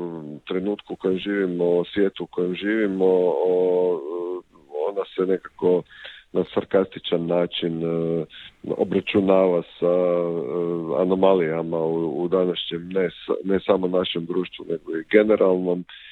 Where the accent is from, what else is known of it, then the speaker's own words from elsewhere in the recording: Zagreb, City of Zagreb, Croatia; dolazimo iz Zagreba